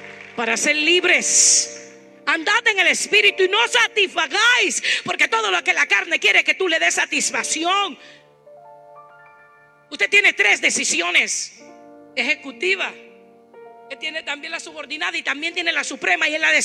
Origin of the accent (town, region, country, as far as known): Dominican Republic; moved away